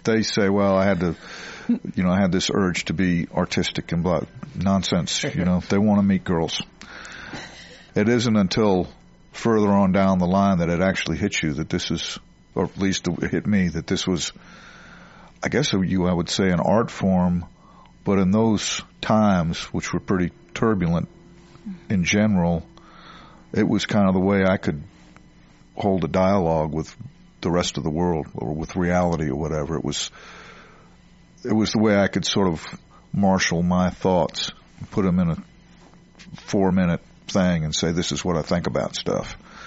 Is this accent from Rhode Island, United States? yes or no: yes; Rhode Island, United States; born there; moved away as an adult; also born or lived in North Carolina; I was born in Rhode Island, you know, baby boomer and all that stuff. And my dad was from New England, and my mom was from North Carolina, so we had this connection with North Carolina.